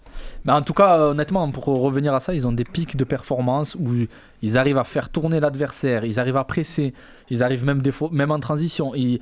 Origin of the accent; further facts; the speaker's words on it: France